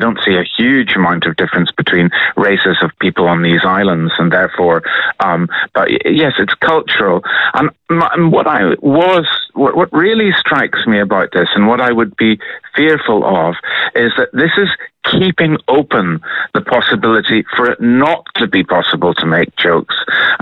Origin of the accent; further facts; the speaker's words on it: Northern Ireland, United Kingdom; I mean, as it happens, I'm from Northern Ireland, but Northern Ireland has its own teams.